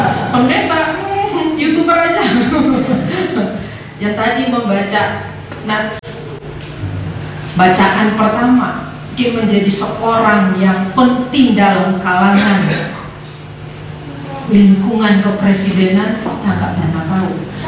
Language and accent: Indonesian; North Maluku, Indonesia; born there; moved away as an adult; now in Yogyakarta, Indonesia; Saya aslinya dari Maluku Utara.